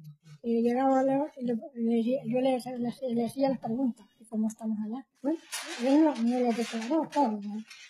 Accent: El Salvador; porque no somos de aquí, nosotros somos del Salvador.

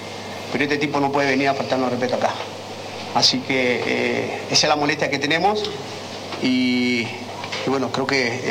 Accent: Bolivia; Yo soy boliviano

